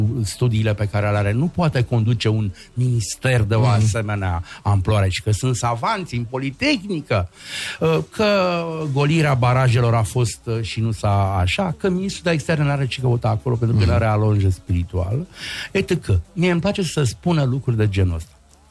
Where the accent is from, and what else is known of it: Romania